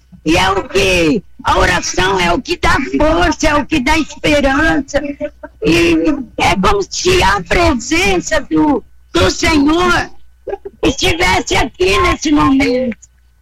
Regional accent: Guaranápolis, São Paulo, Brazil; Guaranápolis, interior de São Paulo.

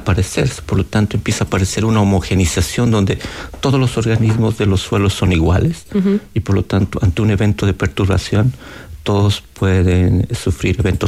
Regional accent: Bolivia; moved away as an adult; now in Chile; Yo soy de Bolivia, llegué hace casi 20 años acá al doctorado de la Universidad Católica.

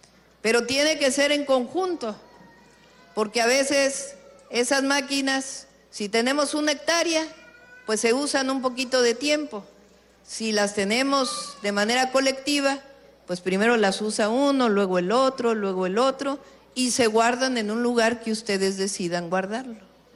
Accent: Mexico; lo que inventamos las mexicanas y los mexicanos.

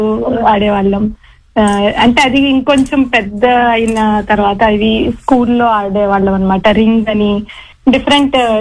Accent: Gudivada, Andhra Pradesh, India; born there; నేను తెలంగాణ నుంచి కాదు, ఆంధ్ర.

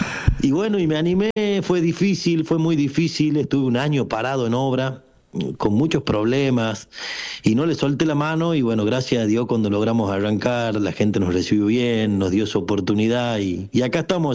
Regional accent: Tucumán, Argentina; now in Córdoba, Argentina; yo me siento un cordobés más, vivo hace 20 años acá, pero soy tucumano como habla, como mi tonada manda.

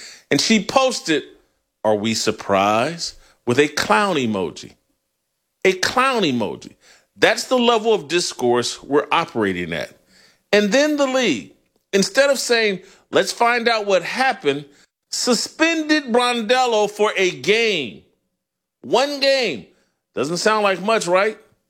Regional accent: Indianapolis, Indiana, United States; in 2025 in Indianapolis, my hometown.

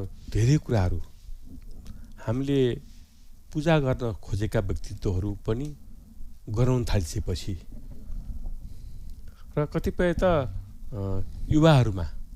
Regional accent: Kathmandu, Bagmati, Nepal; म नेपालको काठमाडौँको पनि भानेश्वर

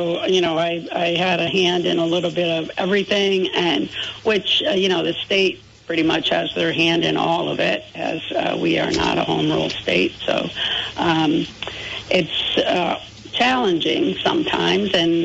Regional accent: Vermont, United States; so I'm from Rutland County, and Rutland County has 7 high schools in the county

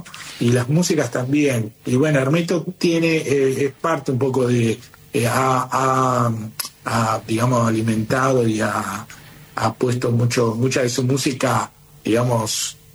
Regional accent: Caseros, Buenos Aires Province, Argentina; es de Casero, de donde yo nací, yo viví en Casero toda mi adolescencia

